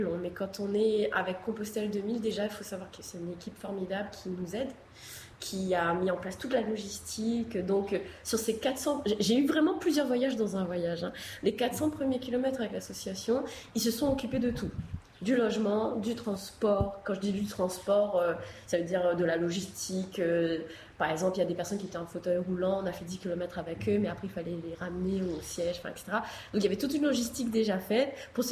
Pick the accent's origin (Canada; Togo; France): France; Réunion; Et je me suis dit, non, moi je suis française, et en plus de la Réunion